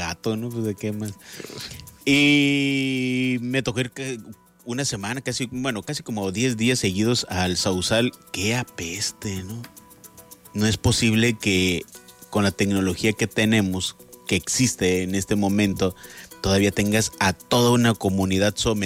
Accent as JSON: {"language": "Spanish", "town": "Mazatlán", "region": "Sinaloa", "country": "Mexico", "tie": "born there", "moved": "yes", "said": "en mi pueblo, en Mazatlán, también había eso"}